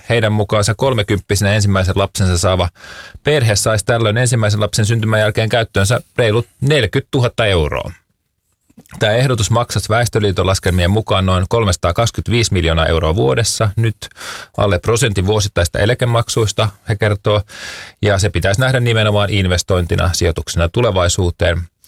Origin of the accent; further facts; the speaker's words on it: Hämeenlinna, Tavastia Proper, Finland; born there; Mä kävin Hämeenlinnan Lyseon lukion